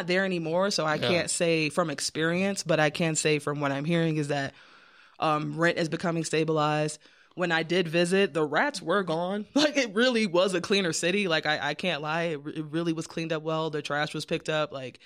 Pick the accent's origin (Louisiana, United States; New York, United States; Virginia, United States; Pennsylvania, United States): New York, United States; now in Towson, United States; I don't think I'll ever be a Towsonia because I'm a New Yorker. That's where I'm from.